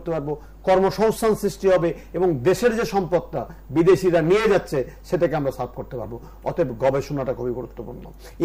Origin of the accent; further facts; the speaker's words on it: Bangladesh; born there; আমি খুশি বাংলাদেশের মানুষ হিসেবে, এই দেশে জন্মগ্রহণ করা একজন সন্তান হিসেবে